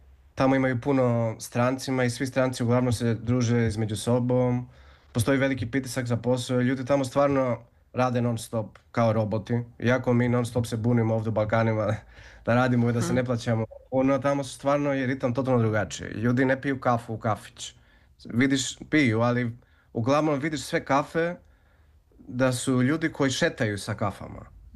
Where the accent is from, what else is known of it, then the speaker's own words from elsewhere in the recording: Greece; Zato, kao Srbin, i što sam porastao u Grčkoj, ovdje sam puno se adaptirao na ovu grčku kulturu, slično kao srpskom.